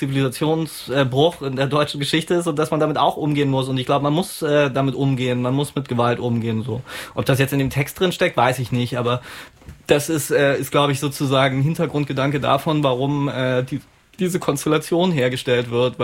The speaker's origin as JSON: {"language": "German", "region": "East Germany", "country": "Germany", "said": "ich bin ja auch Ostdeutscher zum Beispiel."}